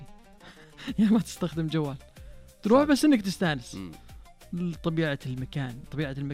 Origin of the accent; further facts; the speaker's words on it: Saudi Arabia; أنا ودي تجينا هناك ديرتي